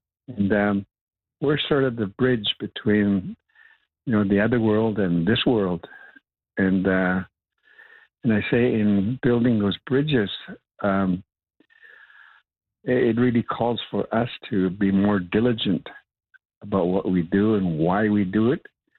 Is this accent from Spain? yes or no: no; British Columbia, Canada; I'm from the Musqueam Tsawwaden, and of course, our tribes have our own ways of responding to who we are and where we come from.